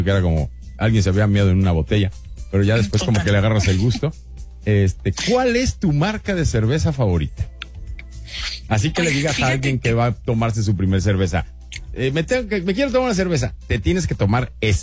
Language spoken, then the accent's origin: Spanish; Mexico; now in Spain; Y digo, yo de México